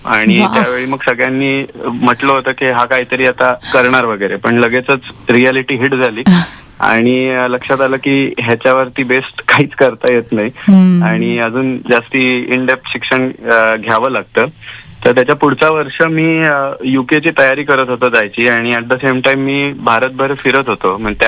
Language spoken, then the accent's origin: Marathi; Chiplun, Maharashtra, India; also born or lived in United Kingdom; हा, तर चिपळूणमध्ये माझं बालपण गेलं, शिक्षण वगैरे चिपळूणमध्ये झालं, पण गाव नरवण त्याच्यामुळे आजी आजोबा तिथे असायचे